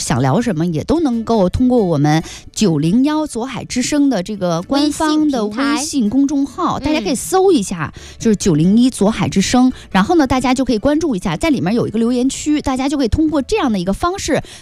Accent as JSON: {"language": "Chinese", "region": "northern China", "country": "China", "moved": "yes", "lives_now": "Fuzhou, China", "said": "因为我是北方人"}